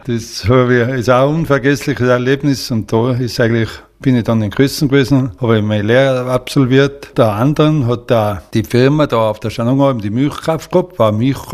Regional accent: Wildschönau, Tyrol, Austria; Manchmal denke ich, da kann ich wieder in meiner Heimatgemeinde Wildschönau.

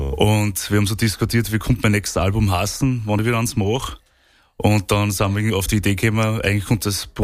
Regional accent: Lower Austria, Austria; Ich komme aus dem Waldviertel, das ist nördlich der Wachau im schönen Niederösterreich.

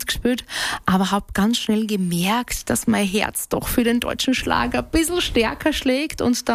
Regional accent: Styria, Austria; Ja, bei uns in der Steiermark ist so einiges üblich.

